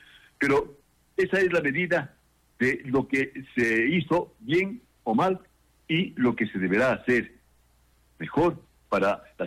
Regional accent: Ecuador; now in Mexico

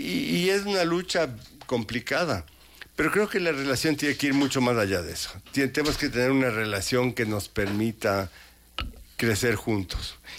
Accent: Ecuador

